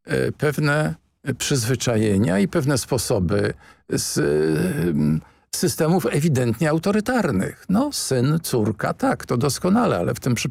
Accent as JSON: {"language": "Polish", "town": "Warsaw", "region": "Masovian Voivodeship", "country": "Poland", "tie": "born there", "said": "Jestem z urodzenia warszawiakiem"}